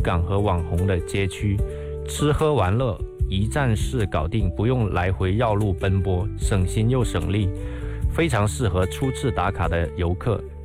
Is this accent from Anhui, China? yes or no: no; Yangjiang, Guangdong, China; 我来推荐我的家乡阳江。